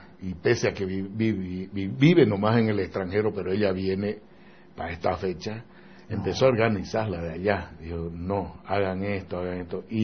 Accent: Santa Cruz, Bolivia; los dueños de la plaza, que somos los cruceños, los cambas.

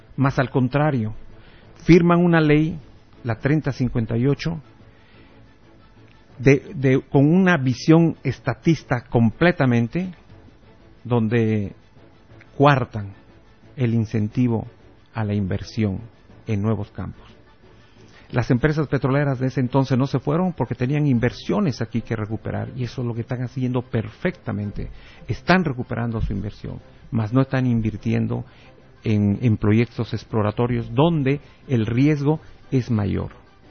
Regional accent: Bolivia; estoy hablando como un boliviano

